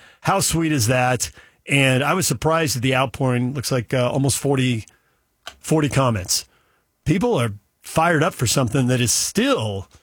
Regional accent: San Diego, California, United States; Growing up in San Diego, when we didn't have the NBA and we didn't have the NHL, like January and February could get slow.

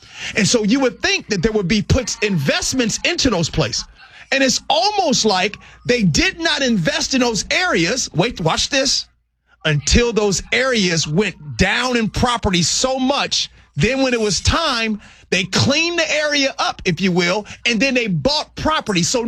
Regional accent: Chicago, Illinois, United States; See, I grew up in Chicago, and in Chicago, there used to be where the White Sox played.

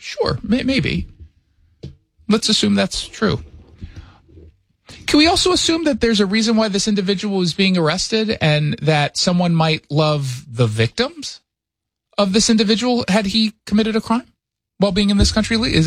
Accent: Edmonds, Washington, United States; born there; I was born here in Edmonds. I'm just having a tough time right now. I just have a tan. I'm not even Latino.

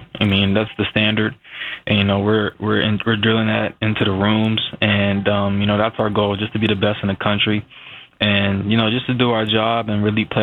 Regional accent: Arizona, United States; I'm really playing for my hometown team.

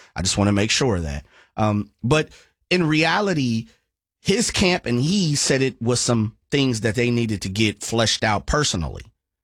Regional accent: West Coast, United States; as someone who's born and raised on the West Coast

